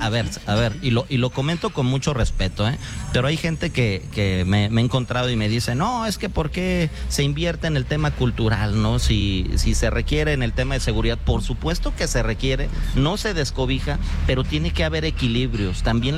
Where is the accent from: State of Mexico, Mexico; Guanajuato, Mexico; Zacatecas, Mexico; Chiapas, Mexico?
Guanajuato, Mexico; Irapuato; soy de Irapuato, fresero